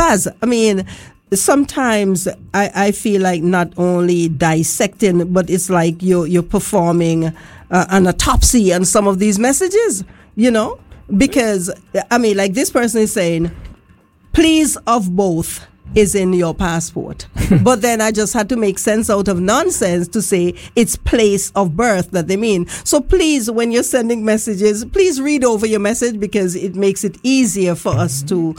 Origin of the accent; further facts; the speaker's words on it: Montserrat; born there; Montserrat, West Indies, and that's WI for West Indies, and the passport came back to me saying that I was born in Wisconsin because WI is also for Wisconsin.